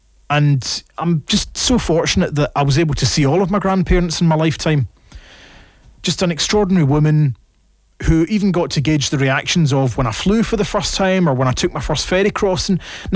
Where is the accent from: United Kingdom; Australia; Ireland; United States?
Ireland; accept this is who we are as the Irish